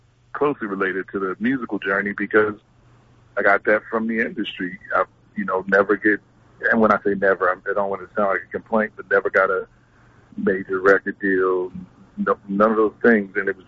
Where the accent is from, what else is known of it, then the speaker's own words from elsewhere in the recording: Trenton, New Jersey, United States; growing up in Trenton